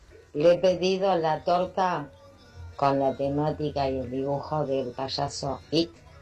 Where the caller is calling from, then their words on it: San Justo, Buenos Aires Province, Argentina; de San Justo.